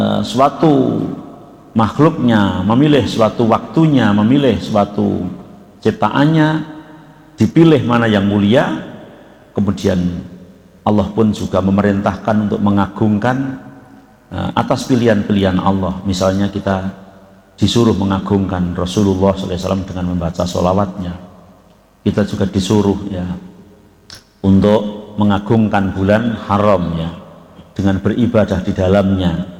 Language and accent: Indonesian; Temanggung, Central Java, Indonesia; Umur saya 52, berarti kalau saya sudah nalar itu sekitar 40 tahun yang lalu. Itu di kampung saya